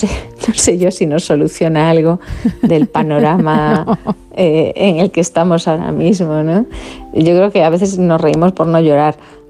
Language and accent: Spanish; Galicia, Spain; que yo que soy gallega, bueno, respiramos la ironía como parte del idioma